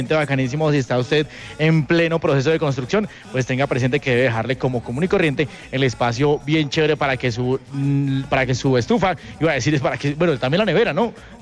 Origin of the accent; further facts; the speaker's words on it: Boyacá, Colombia; yo me siento orgulloso de ser boyacense